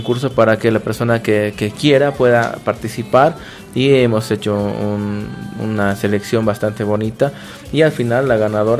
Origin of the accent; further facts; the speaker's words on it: Cochabamba, Bolivia; somos de Cochabamba